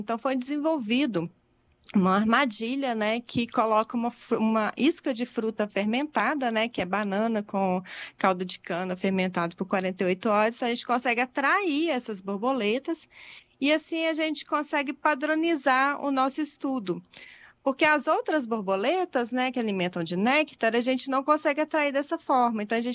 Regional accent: Belo Horizonte, Minas Gerais, Brazil; now in Espírito Santo, Brazil; Eu sou de Belo Horizonte.

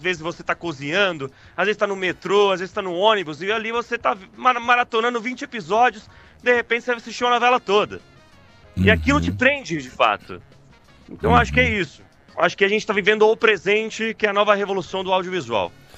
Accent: Naples, Campania, Italy; Portuguese is a second language; now in Brazil; Nápoles, Itália.

